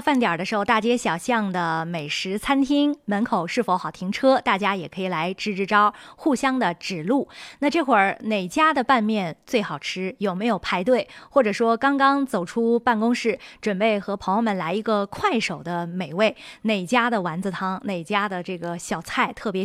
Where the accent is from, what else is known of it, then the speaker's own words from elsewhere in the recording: Xinjiang, China; 咱们新疆人喜欢抓饭